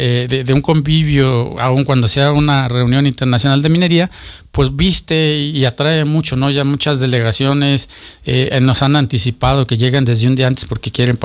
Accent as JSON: {"language": "Spanish", "region": "Zacatecas", "country": "Mexico", "said": "soy orgullosamente zacatecano."}